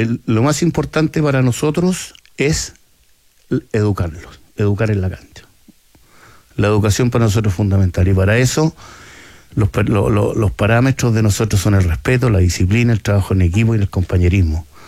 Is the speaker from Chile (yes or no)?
yes; Chile